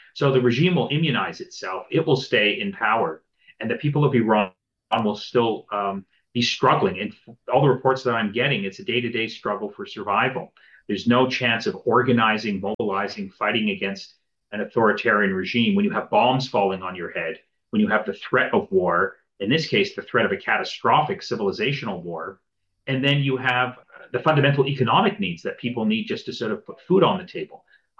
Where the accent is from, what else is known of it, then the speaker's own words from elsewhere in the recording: Canada; I'm Canadian, Ian, so we have, a lot of friends and family who go to Cuba.